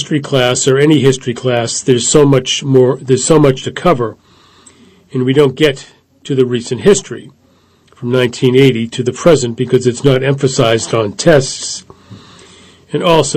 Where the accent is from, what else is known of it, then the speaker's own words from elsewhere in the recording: Manhattan, New York, United States; I lived in D.C., the D.C. area at the time, but I grew up in Manhattan.